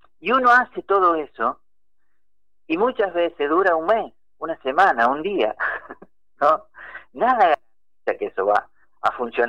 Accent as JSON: {"language": "Spanish", "region": "Córdoba", "country": "Argentina", "accent": "cordobés", "said": "yo soy cordobés, ¿no? Lo voy a decir en cordobés"}